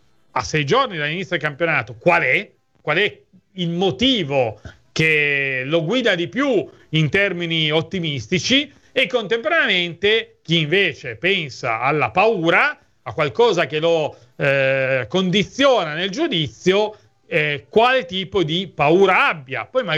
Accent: Turin, Piedmont, Italy; io sono di Torino

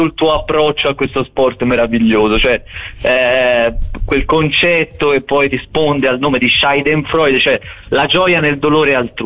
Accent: Brozzi, Tuscany, Italy; born there; continuo a dire che sono nato a Brozzi e non a Rosario, ecco.

